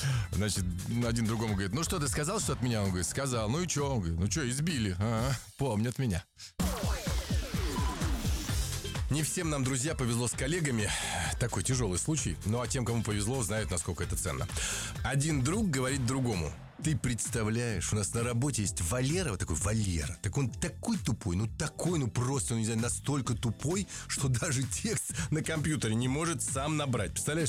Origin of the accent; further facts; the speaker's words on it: Saint Petersburg, Russia; Я, поскольку сам из Ленинграда